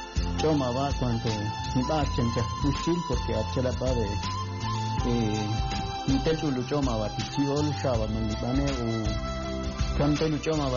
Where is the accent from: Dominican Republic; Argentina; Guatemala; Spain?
Guatemala; Quiché; first language Ixil; En mi dialecto, porque soy Ishil.